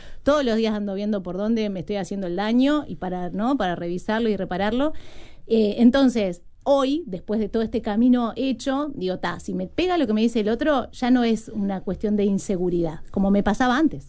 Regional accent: Canelones, Uruguay; yo soy uruguaya hasta la médula, canaria hasta la médula, o sea, no me movería, sí, a trabajar, ¿no? Pero como en esta cuestión donde siempre termino, en mi hogar es Canelones, ahora vivo en La Gomar, ¿no? Pero es eso, Pinar, Atlántida, La Gomar, no me saco de ahí.

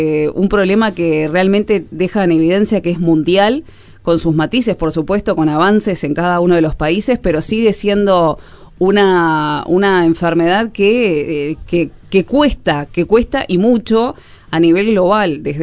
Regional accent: Uruguay; cuando le decía que era uruguaya

